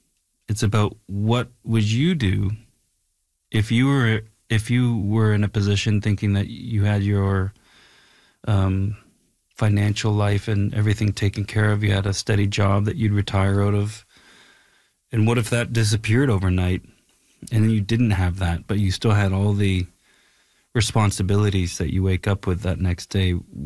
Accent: Nova Scotia, Canada; moved away as an adult; now in Los Angeles, United States; always knew, you know, I moved from Nova Scotia to Los Angeles to go to the American Film Institute.

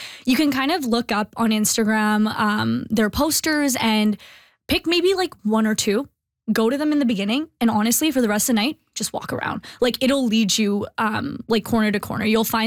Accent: Winnipeg, Manitoba, Canada; But finding First Fridays was something that made even just the weekends here in my hometown like more enjoyable.

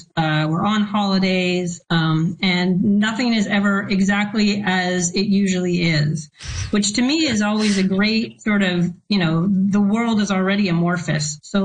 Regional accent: Winnipeg, Manitoba, Canada; moved away as an adult; now in Ottawa, Canada; I'm originally from Winnipeg, and I have a lot of family in Thunder Bay

